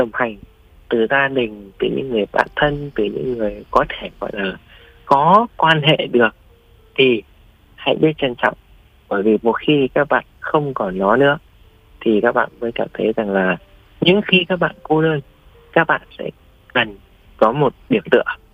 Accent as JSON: {"language": "Vietnamese", "region": "Hanoi", "country": "Vietnam"}